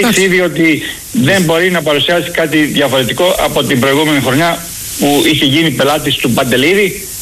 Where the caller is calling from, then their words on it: Plakias, Crete, Greece; από Πλακιά.